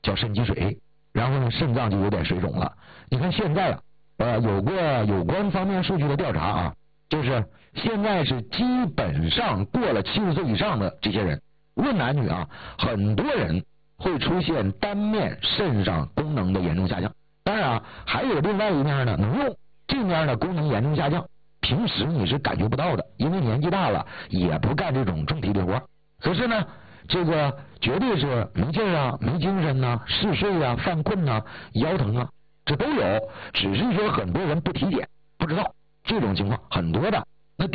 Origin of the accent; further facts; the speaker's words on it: Northeast China, China; moved away; 以前是东北。生活土生土长的，家里也是炕，